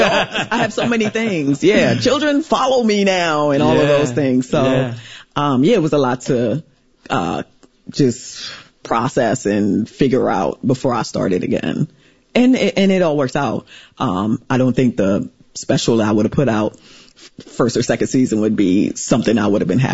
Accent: St. Thomas, U.S. Virgin Islands

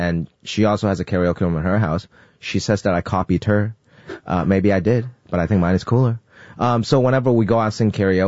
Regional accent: Hong Kong; Cause I grew up in Hong Kong, and Hong Kong songs are like slow love songs.

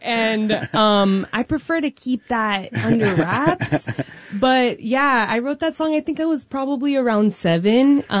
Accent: Redwood City, California, United States; also born or lived in Mexico / San Francisco; I was born in Mexico, to a third generation San Franciscan mother. Mm-hmm. And then I was raised mostly in Redwood City.

